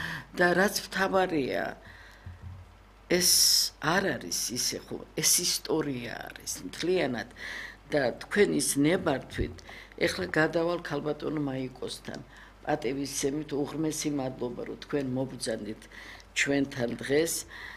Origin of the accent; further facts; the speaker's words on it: Tbilisi, Georgia; თბილისელი ვარ